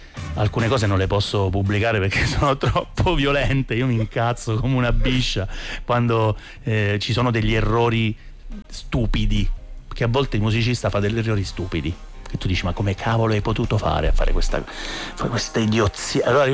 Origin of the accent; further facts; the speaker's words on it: Abruzzo, Italy; accent: Abruzzese dialect; sì, sono abruzzese, sì. Quando mi parte l'abruzzese mi parte